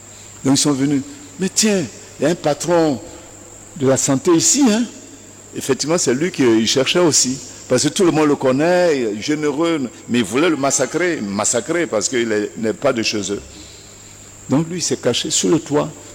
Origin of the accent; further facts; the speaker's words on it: Rwanda; Et quand le génocide a éclaté, mon père, de l'autre ethnie, était infirmier major. Et à Kigali, à l'hôpital, mon père a fait